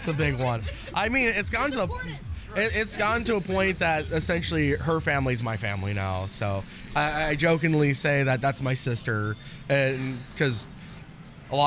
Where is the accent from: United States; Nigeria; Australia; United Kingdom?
United States; Utah; born there; moved away; I was born in 94, Scylla was 92. I'm actually originally from Utah